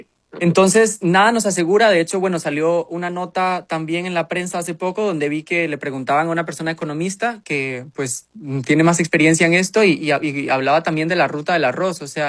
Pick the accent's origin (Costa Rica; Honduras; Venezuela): Costa Rica